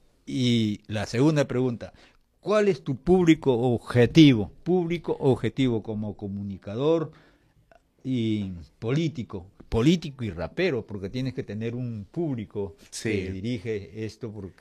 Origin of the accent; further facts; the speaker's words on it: Piura, Peru; Yo soy piurano.